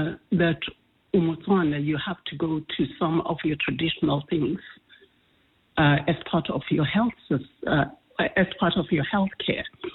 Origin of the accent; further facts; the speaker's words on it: South Africa; We are South African, and we love this notion of ubuntu, batubili.